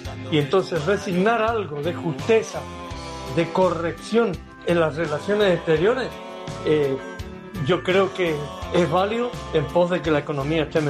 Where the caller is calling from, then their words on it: Corrientes, Argentina; de Corrientes.